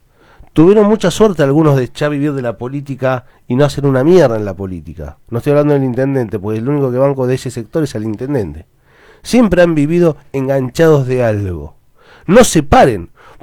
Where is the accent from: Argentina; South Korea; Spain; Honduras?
Argentina; Bahía Blanca, Buenos Aires Province; No podemos creer en eso los baenses.